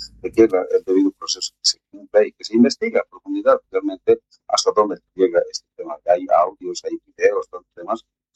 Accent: Bolivia; simplemente nosotros como bolivianos, como una organización sindical, siempre exigimos y pedimos que se respete la soberanía nacional, ¿no?

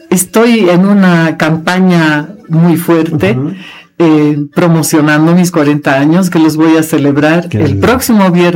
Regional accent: Bolivia; born there; also born or lived in Germany; Donde no sabían si era alemana o era boliviana, pero ahora sé que soy alemana boliviana.

